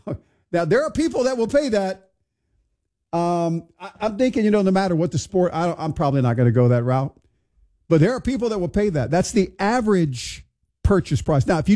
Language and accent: English; Houston, Texas, United States; some of the matches in my hometown of Houston.